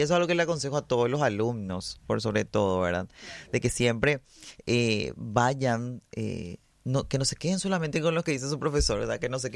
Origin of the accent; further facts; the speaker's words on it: Asunción, Paraguay; yo soy de Asunción. Toda mi vida viví en Asunción, nací en Asunción.